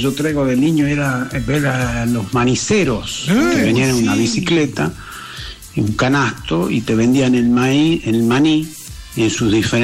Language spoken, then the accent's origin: Spanish; Salta, Argentina; Acostumbro a decir yo soy de los valles calchaquíes y no digo Salta.